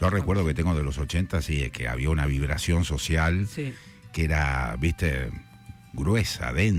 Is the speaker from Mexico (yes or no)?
no; Rosario, Santa Fe, Argentina; moved away; yo soy rosarino, entonces mi infancia, adolescencia rosarina.